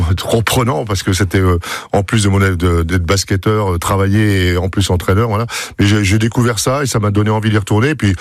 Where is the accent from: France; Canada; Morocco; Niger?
France; Grand Est; comme j'étais issu des Ardennes, je suis allé rejouer pendant 3 saisons à la SPT de Charleville